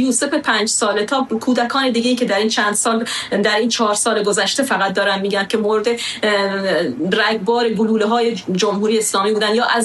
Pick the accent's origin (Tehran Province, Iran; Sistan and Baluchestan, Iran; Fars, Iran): Sistan and Baluchestan, Iran; moved away as an adult; خودم به عنوان یک بلوچ 38 سال تو بلوچستان زندگی کردم، این 4 سال من احساس نکردم که در خارج از بلوچستان هستم